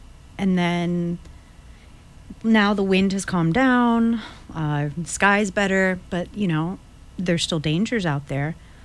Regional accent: Florida, United States; now in Kauai, United States; I come from Florida most of my life

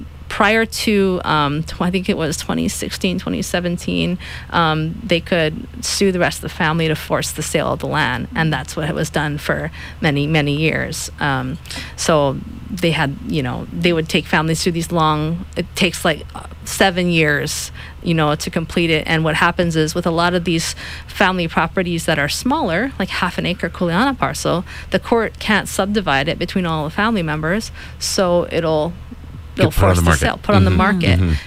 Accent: Kauai, Hawaii, United States; So a lot of people, at least for myself, when I grew up on Kauai, we think of Wanini, we think of the beach park.

